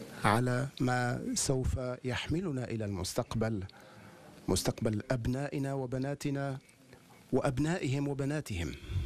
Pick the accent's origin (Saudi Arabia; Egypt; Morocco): Saudi Arabia